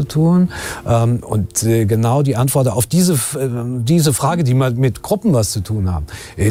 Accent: Germany; ich bin Mann, ich bin Deutscher.

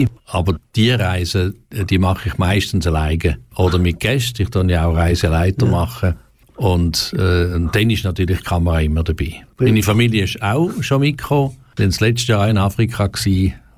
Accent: Romanshorn, Thurgau, Switzerland; born or raised there; also born or lived in Münsterlingen

